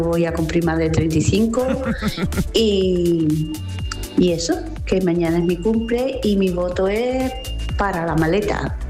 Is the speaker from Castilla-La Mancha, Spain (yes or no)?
no; Huelva, Andalusia, Spain; Buenos días, Domínguez. … de Huelva.